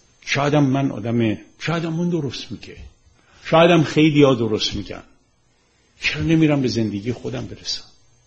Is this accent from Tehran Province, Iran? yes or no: yes; Tehran, Tehran Province, Iran; میگه ما مال تهرون قدیمیم و همون 4 محله تهرون. متولد اودلاجانم ولی در خیابون اسمال بزاز رشد کردم و بزرگ شدم. سر کوچمونم یک تابلوی بزرگ نوشته بود هیئت محلی چاله میدان.